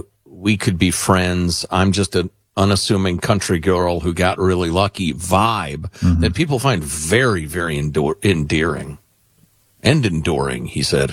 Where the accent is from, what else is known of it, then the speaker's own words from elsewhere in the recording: Illinois, United States; I was a kid growing up in Chicagoland, very much into rock and roll and Motown and that sort of thing.